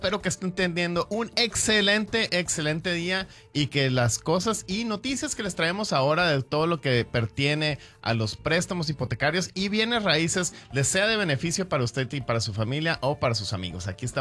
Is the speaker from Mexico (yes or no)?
yes; Mexico